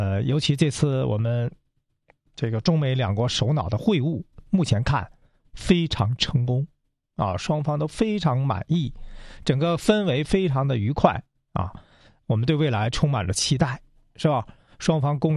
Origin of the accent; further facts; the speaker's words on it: China; 变成我们中国人了